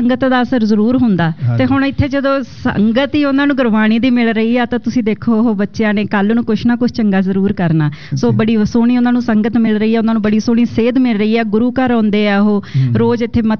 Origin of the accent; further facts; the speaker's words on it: Punjab, India; now in Canada; ਅਤੇ ਸਾਡੇ ਲਈ ਬੜੀ ਮਾਣ ਵਾਲੀ ਗੱਲ ਹੈਗੀ ਆ ਕਿ ਅਸੀਂ ਕੈਨੇਡਾ ਦੇ ਵਿੱਚ ਆਏ ਹਾਂ ਪੰਜਾਬ ਤੋਂ, ਅਤੇ ਅੱਜ ਸਾਡਾ ਇੱਥੇ ਵੀ ਇੱਕ ਮਿੰਨੀ ਪੰਜਾਬ ਜਿਵੇਂ ਆਪਾਂ ਕਹਿੰਦੇ ਹਾਂ ਵਸਾਇਆ।